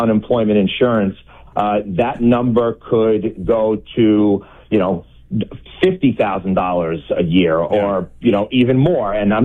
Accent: New York, United States; Like I said, my home state of New York, $2 million a day in fraud.

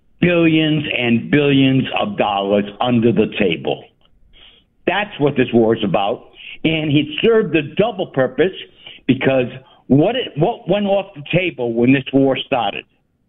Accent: Providence, Rhode Island, United States; moved away as an adult; now in Las Vegas, United States; I grew up there, but I live in Las Vegas.

